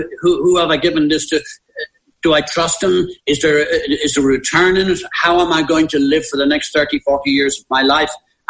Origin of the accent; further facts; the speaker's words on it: Dublin, Leinster, Ireland; it's a philosophy that I learned when I was growing up in Dublin.